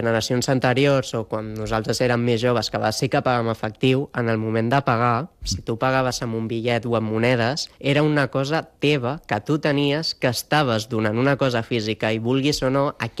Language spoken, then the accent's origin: Catalan; Catalonia, Spain; aquí els que som de Barcelona o al voltants